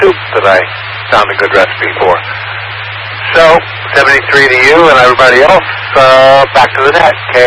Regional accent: Covington, Kentucky, United States; now in San Francisco, United States; I grew up in Covington, Kentucky, near Covington, Kentucky

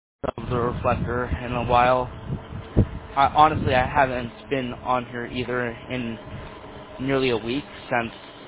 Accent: St. James, United States; born or raised there

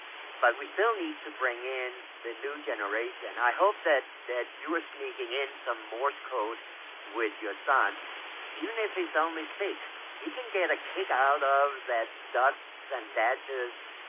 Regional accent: Denmark; moved away; I'm born and raised in Denmark

